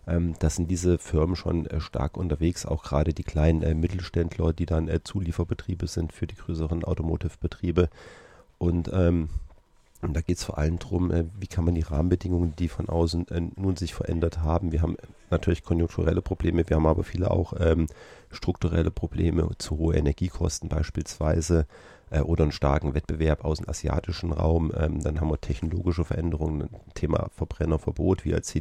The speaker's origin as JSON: {"language": "German", "region": "Thuringia", "country": "Germany", "said": "Ich komme aus dem Wartburgkreis, deshalb habe ich das am Schirm."}